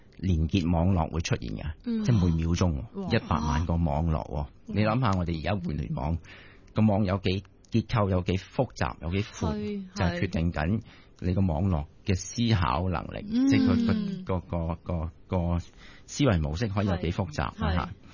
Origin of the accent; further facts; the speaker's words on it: China; 其實證明咗我哋中國人個至理名言咧，就係三歲定八十。